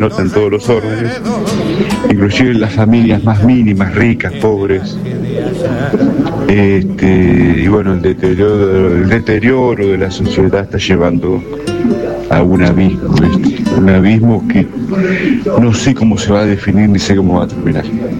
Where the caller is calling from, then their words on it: Azul, Buenos Aires Province, Argentina; Mira, yo soy de Azul, provincia de Buenos Aires